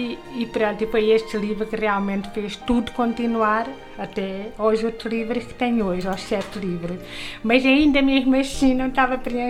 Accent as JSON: {"language": "Portuguese", "town": "Faro", "region": "Algarve", "country": "Portugal", "said": "sou de Faro, mãe, 2 filhas e avó também."}